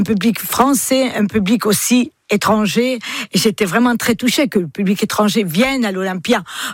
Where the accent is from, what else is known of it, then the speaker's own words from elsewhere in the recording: France; J'ai le trac quand je me produis dans d'autres pays, mais chez moi en France, c'était beaucoup plus intense